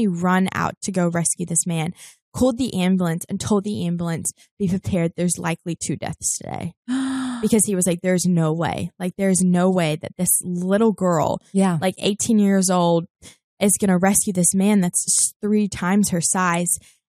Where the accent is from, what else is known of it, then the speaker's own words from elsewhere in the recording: New Zealand; moved away as an adult; now in Los Angeles, United States; So I had just several years ago, I just moved to LA. I grew up in New Zealand, moved to LA.